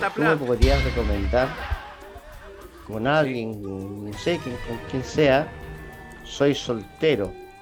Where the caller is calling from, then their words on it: Quilpué, Valparaíso, Chile; de Quilpue.